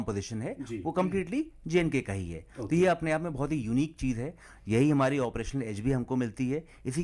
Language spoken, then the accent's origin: Hindi; Lucknow, Uttar Pradesh, India; जी, मैं मूलतः लखनऊ का रहने वाला हूँ